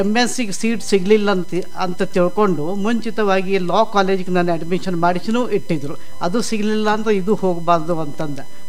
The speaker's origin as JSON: {"language": "Kannada", "town": "Belagavi", "region": "Karnataka", "country": "India", "tie": "born there", "also_born_or_lived": "Bhatkal / Savadatti", "said": "ನಂತರ ಬೆಲ್ಗಾಮ್ ಟ್ರಾನ್ಸ್ಫರ್ ಆಯಿತು. ಹೀಗೆ ನಮ್ಮ ಬೇರೆ ಬೇರೆ ಊರಲ್ಲಿ ನಮ್ಮ ಶಿಕ್ಷಣ ಕಂಟಿನ್ಯೂ ಆಗ್ತಾ ಹೋಯಿತು. 1964 ಬೆಲ್ಗಾಮ್ ಬಂದ್ವಿ."}